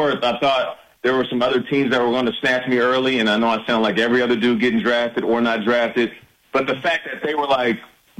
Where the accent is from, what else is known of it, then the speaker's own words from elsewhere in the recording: Seattle, Washington, United States; I'm from Seattle. So for him to bring a championship to a city that I grew up in has always been near and dear to my heart.